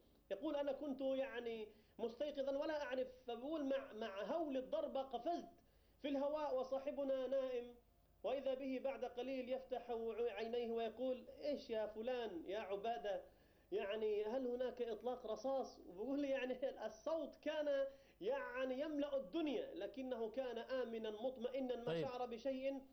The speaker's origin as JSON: {"language": "Arabic", "country": "Palestine", "said": "المجاهدون في بلادنا فلسطين ضربوا أروع الأمثلة وأرقى النماذج في تحقيق العبودية"}